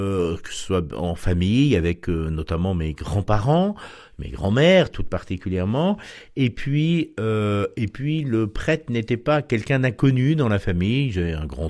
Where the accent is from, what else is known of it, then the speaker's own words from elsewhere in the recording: Alençon, Normandy, France; born there; je suis normand d'origine, né à Alençon, baptisé dans les fonts baptismaux de Thérèse.